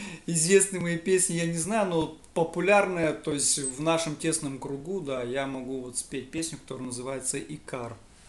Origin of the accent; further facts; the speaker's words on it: Transnistria, Moldova; moved away as an adult; now in Saint Petersburg, Russia; Родом я из Молдавской Советской Социалистической Республики, которая уже давным-давно нет, как и Советского Союза, вырос в Приднестровье. Вот сюда переехал лет 5 назад.